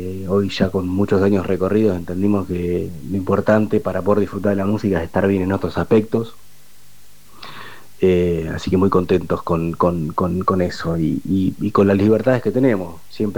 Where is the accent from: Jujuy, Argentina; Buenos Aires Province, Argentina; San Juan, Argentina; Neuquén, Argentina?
Buenos Aires Province, Argentina; Pehuajó; Hola Chiqui … de Pehuajó, bajista de … una hermosa banda de indie rock y post-punk de esta ciudad.